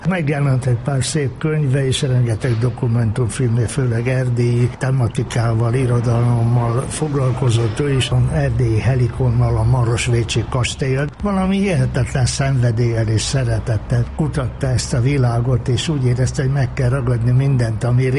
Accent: Győr, Győr-Moson-Sopron, Hungary; also born or lived in Budapest; Budapesten születtem, de hogy mondani szoktam, hogy eszmélyésem város a Győr, mert hát fél éves koromban oda kerültem.

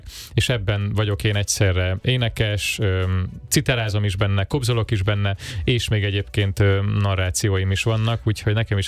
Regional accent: Zala, Hungary; egy zalai faluból származom, ahol nagyon, nagyon elfogadó közegben és szoros közösségben nőttem fel, aztán elkerültem a városba

